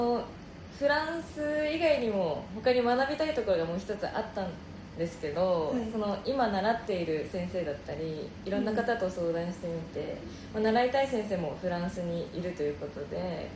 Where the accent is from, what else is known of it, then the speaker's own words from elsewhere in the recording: Saroma, Hokkaido, Japan; moved away as an adult; now in Iwamizawa, Japan; 私はサロマ町で生まれて、高校生まで、サロマで吹奏楽に入ってサックスを学んできたんですけれども、